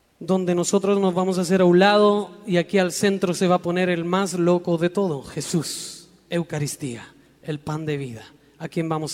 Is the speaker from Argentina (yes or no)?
no; Chile; moved away as an adult; now in Mexico; Yo nací en Chile, le agradezco a mi país, a mi tierra el darme la vida, los amigos, la familia que me dio